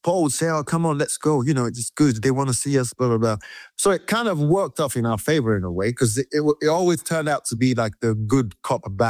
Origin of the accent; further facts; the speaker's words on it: Nigeria; moved away; growing up in Nigeria and being in a choir since I was a kid